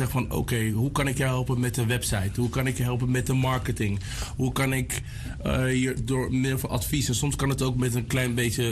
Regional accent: The Hague, South Holland, Netherlands; geboren en getogen in Den Haag.

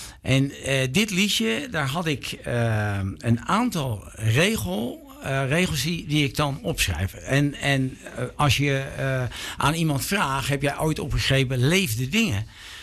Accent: Rotterdam, South Holland, Netherlands; ik ben een echte Rotterdammer.

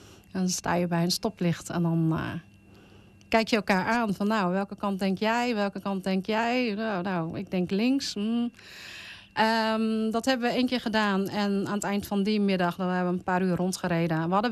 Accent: Indonesia; now in Netherlands; Ik kom uit Indonesië en ben geadopteerd naar Nederland verhuisd. En mijn geboortebewijs ligt nog in Indonesië.

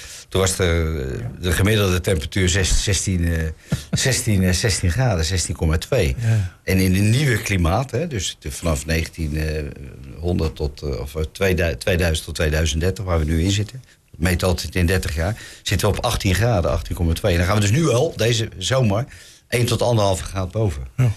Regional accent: Westland, South Holland, Netherlands; Nou, ik kom uit Westland

